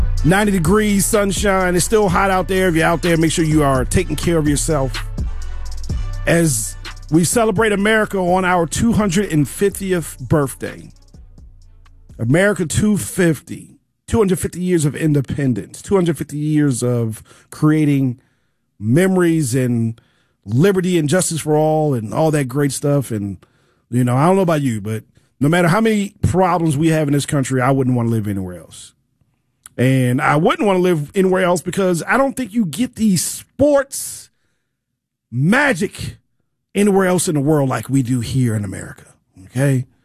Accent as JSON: {"language": "English", "region": "Maryland", "country": "United States", "tie": "born or raised there", "moved": "as an adult", "lives_now": "Atlanta, United States", "said": "living in America, not wanting to be anywhere else, growing up in Maryland, now living in Atlanta for close to 30 years"}